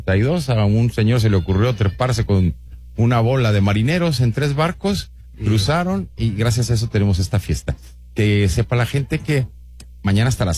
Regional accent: Mexico

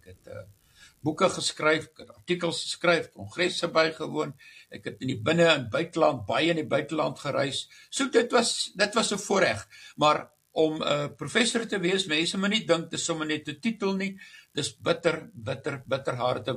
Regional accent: Namibia; moved away as an adult; also born or lived in Stellenbosch / Cape Town / Potchefstroom; Ek het groot geword in Namibië, soos ek sê. Ek moet net sê, ek het in 1970 gematrikuleer in die hoërskool Jan Moore in Windhoek.

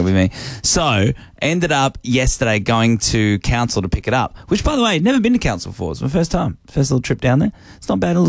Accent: Australia; Yeah, but I'm Australian, so he's

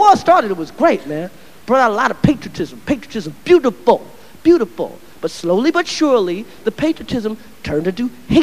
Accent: Brooklyn, New York, United States; I ain't scared of Al-Qaeda. I'm from Brooklyn.

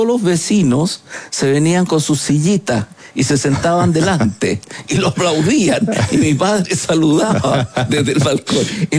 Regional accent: Valparaíso, Chile; ese Valparaíso, en ese Valparaíso yo me crié.

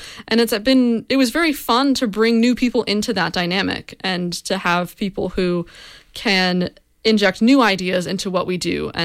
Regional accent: Florida, United States; growing up in Florida and coming to terms with my identity

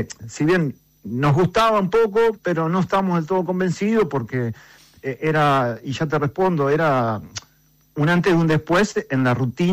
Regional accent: Mercedes, Soriano, Uruguay; born there; moved away as an adult; also born or lived in Montevideo, Uruguay; now in Conchillas, Uruguay; Yo soy nacido en Mercedes.

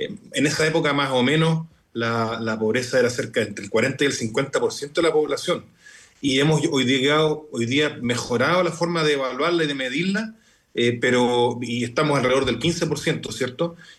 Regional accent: Chile; somos los chilenos y chilenas, quienes vivimos acá

